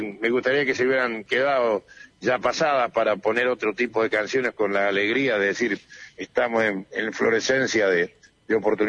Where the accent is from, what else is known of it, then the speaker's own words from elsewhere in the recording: Comodoro Rivadavia, Chubut, Argentina; born there; nací en Comodoro, como vos sabés, como vos también